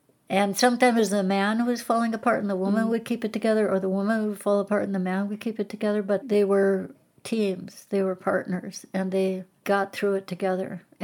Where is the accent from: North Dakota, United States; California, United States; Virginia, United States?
North Dakota, United States; Garrison; And my hometown was Garrison. It was right really nearby where I grew up. And I remember seeing the water come up as a kid.